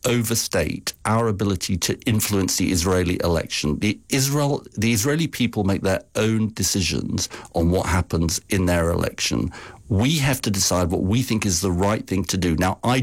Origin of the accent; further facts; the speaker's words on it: United Kingdom; Well, I speak, Justin, as a British Jew